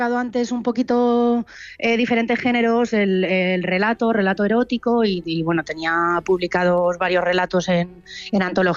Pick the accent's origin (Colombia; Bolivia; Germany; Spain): Spain; Puertollano, Castilla-La Mancha; en la de Puerto Llano, que yo soy de Puerto Llano